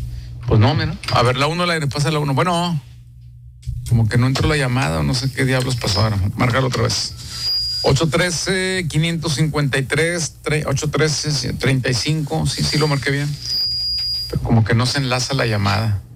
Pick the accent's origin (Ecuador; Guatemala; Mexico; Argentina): Mexico; San Nicolás de los Garza, Nuevo León; Bueno, yo soy de San Nicolás, mi hija es de Apodaca, ¿verdad?